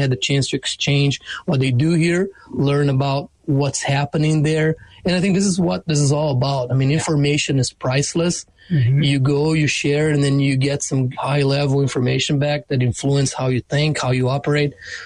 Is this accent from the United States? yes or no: no; Brazil; when people learn that I am from Brazil, they have a lot of questions.